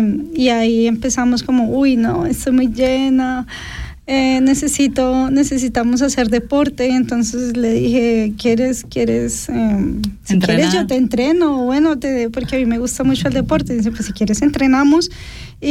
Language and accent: Spanish; Colombia; now in Switzerland; soy colombiana